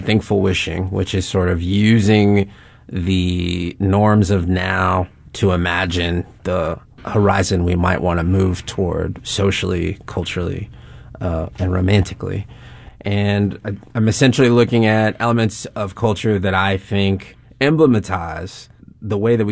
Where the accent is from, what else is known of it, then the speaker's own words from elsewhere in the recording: St. Louis, Missouri, United States; I'm from St. Louis's north side. The neighborhood that I grew up in from like 0 to 9 was almost entirely black.